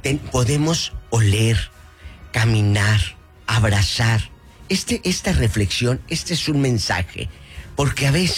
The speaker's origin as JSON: {"language": "Spanish", "town": "Matamoros", "region": "Tamaulipas", "country": "Mexico", "said": "Matamoros, de mi tierra."}